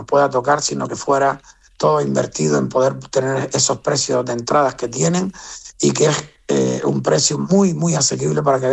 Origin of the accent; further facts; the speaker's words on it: Canary Islands, Spain; sobre todo como Gran Canarios, que somos gente de retos